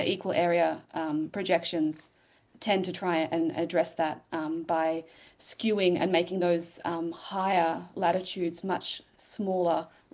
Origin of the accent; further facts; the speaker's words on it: Australia; now in United States; I presume you can tell I'm an Australian, even though I live and work in the US.